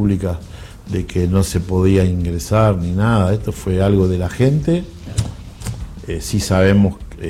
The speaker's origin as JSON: {"language": "Spanish", "country": "Argentina", "said": "Porque somos argentinos. Y porque estamos orgullosos."}